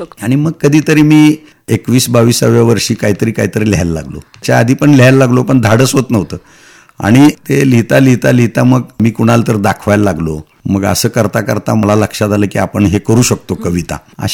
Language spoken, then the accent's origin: Marathi; Sangli, Maharashtra, India